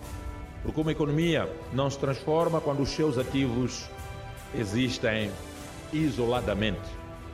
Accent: Mozambique; Todos nós, como moçambicanos, em parceria com os nossos amigos

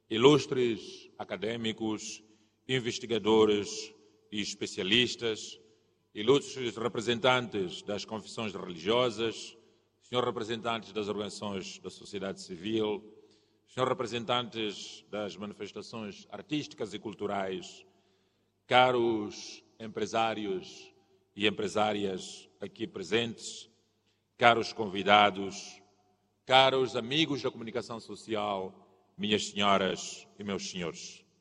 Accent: Mozambique; Nós, como moçambicanos

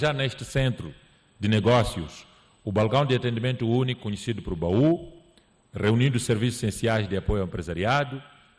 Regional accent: Mozambique

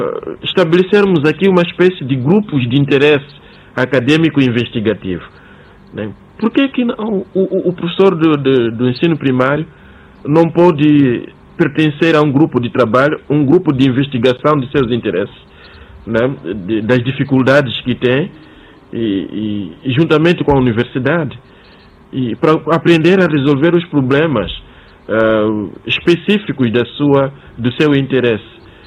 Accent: Mozambique; que nós, como moçambicanos, sonhamos o que deve ser a nossa educação, não é?

